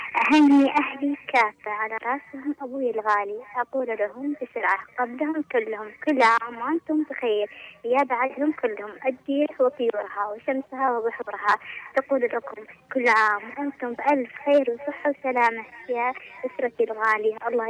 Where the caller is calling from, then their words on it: Marib, Yemen